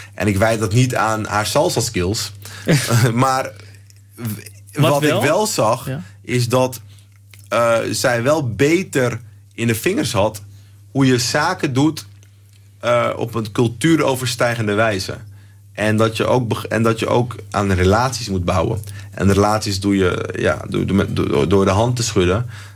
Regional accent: Amsterdam, North Holland, Netherlands; ik ben opgegroeid in Amsterdam. Ik heb roots Suriname.

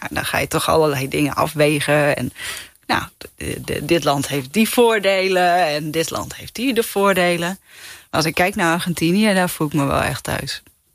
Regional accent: Gouda, South Holland, Netherlands; Nee, ik kom uit Gouda.

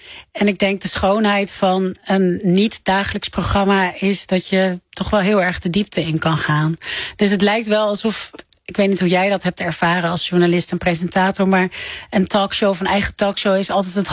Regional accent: Amsterdam, North Holland, Netherlands; Ik ben opgegroeid in Amsterdam-Noord. En dat is toch een buurt waar ook heel veel problemen zijn. Sociale problemen, veel laaggeletterdheid. Armoede, schulden achter de voordeur.

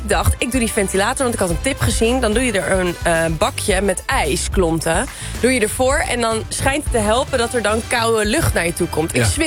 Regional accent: Netherlands; En wij als Nederlanders gaan het er weer lekker uitgebreid over hebben.

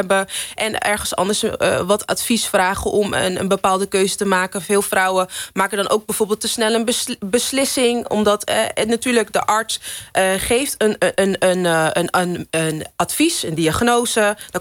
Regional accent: Netherlands; En ik ben geboren getogen in Nederland, maar ik ben wel opgevoed in een echt Nigeriaans huis.

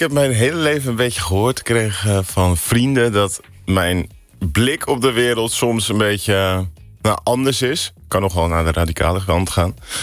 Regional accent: Alkmaar, North Holland, Netherlands; Ik ben geboren in Alkmaar, Kaasstadje. In de Bloemwijk, waar ook de sloot zit. Echt wel heel leuk om op te groeien.

